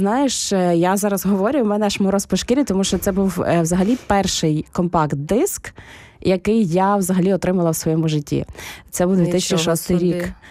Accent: Ternopil, Ternopil Oblast, Ukraine; ви грали на вулицях мого рідного міста в Тернополі, 2002-2003 рік приблизно.

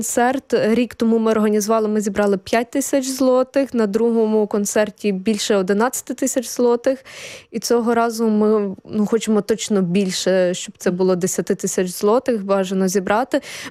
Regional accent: Ternopil Oblast, Ukraine; moved away as an adult; also born or lived in Kyiv; Я сама із Тернопільської області родом, але я вже в Києві спочатку навчалась, потім працювала

